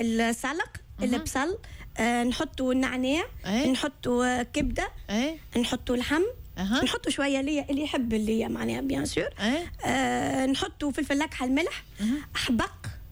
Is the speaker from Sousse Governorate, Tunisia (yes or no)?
yes; Sousse, Sousse Governorate, Tunisia; عندنا في سوسة